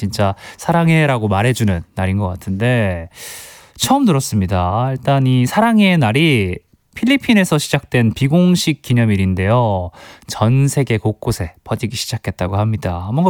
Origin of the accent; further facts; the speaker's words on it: Gyeongsang, South Korea; 저도 또 경상도 출신 아니겠어요.